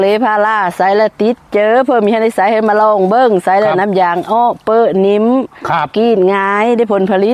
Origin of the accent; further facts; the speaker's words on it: Kham Cha-i, Mukdahan, Thailand; ตำบลคำชะอีอำเภอคำชะอีจังหวัดมุกดาหารจ้า